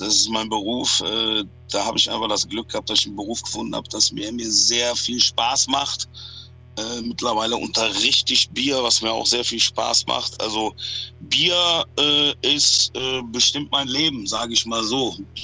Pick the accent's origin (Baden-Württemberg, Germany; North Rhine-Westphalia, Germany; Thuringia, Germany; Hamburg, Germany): North Rhine-Westphalia, Germany; Cologne; Das sieht man so bei uns in Köln, weil, wie man hören kann, komme ich aus Kolonia.